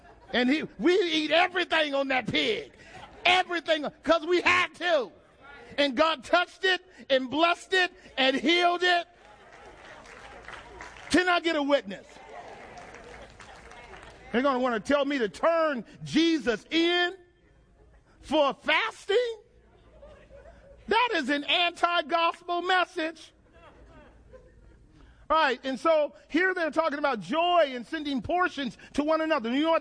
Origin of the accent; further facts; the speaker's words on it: United States; As American Christians, we live real good.